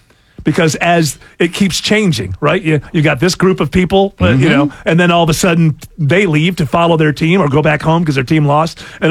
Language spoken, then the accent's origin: English; United States; I'm an American.